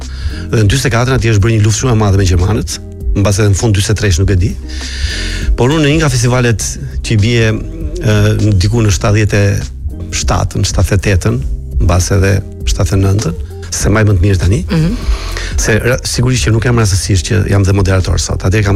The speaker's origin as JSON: {"language": "Albanian", "town": "Sarandë", "region": "Vlorë County", "country": "Albania", "moved": "yes", "lives_now": "Greece", "said": "Unë isha nga Saranda, na kapën në Korfuz, na nien det, na kapën, na kthyen. Shkova, arrita në Greqi mbas një përpjekje të madhe që bëra."}